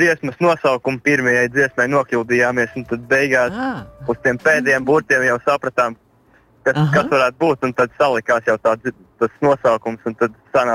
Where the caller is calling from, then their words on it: Vecumnieki, Bauska Municipality, Latvia; Bauskas novads vecumnieki.